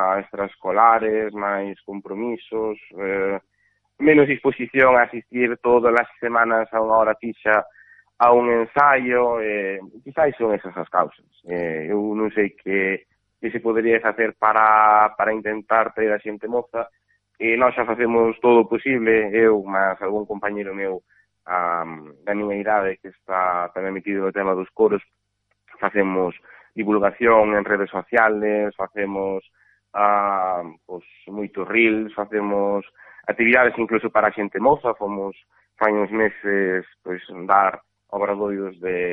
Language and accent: Galician; Carballo, Galicia, Spain; además eu son de aquí, pues son de Carballo, que por eso además me hace moitísima ilusión dirixir